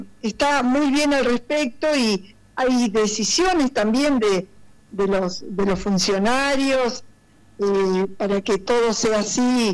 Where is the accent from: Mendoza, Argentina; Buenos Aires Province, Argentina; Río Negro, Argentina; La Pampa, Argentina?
La Pampa, Argentina; General Pico; de General Pico La Pampa.